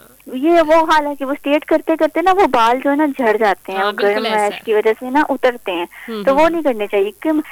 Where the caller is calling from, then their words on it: Lahore, Punjab, Pakistan; میں لاہور سے